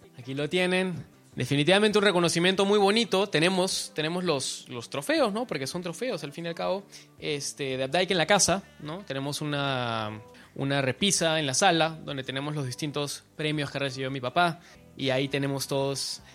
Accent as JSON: {"language": "Spanish", "country": "Peru", "said": "como peruanos todos somos recontra emprendedores"}